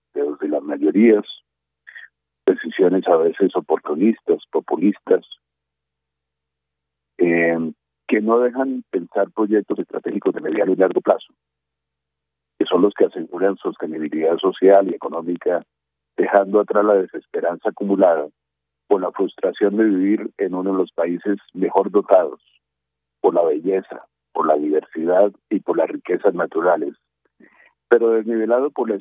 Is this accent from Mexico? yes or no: no; Colombia; todos somos colombianos